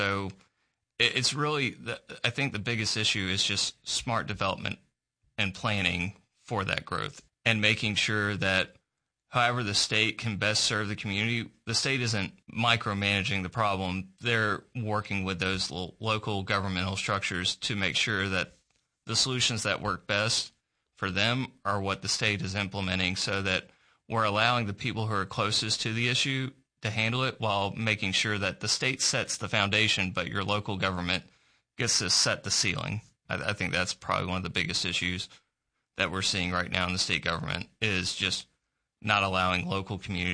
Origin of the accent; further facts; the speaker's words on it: Little Rock, Arkansas, United States; I grew up in Little Rock and Ferndale, and my wife and I, we moved to Saline County, which is where she's originally from, in 2022.